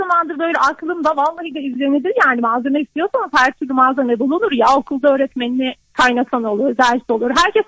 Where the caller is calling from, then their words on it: Ankara, Turkey; Ankara'dan arıyorum.